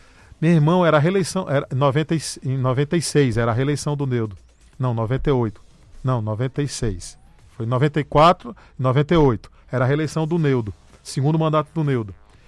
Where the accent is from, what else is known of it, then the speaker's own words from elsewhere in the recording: Roraima, Brazil; Eu fico muito indignado como roraimense, nasci, me criei aqui, amo esse estado.